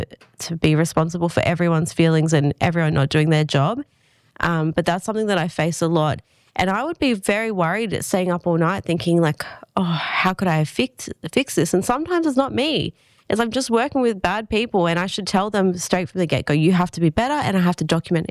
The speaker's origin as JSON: {"language": "English", "town": "Sydney", "region": "New South Wales", "country": "Australia", "lives_now": "Goulburn, Australia", "said": "It is a nicer world, I would say, because I came from Sydney originally. And people are always like, oh, you know, do you like Goulburn? I'm like, I love Goulburn. I would never leave."}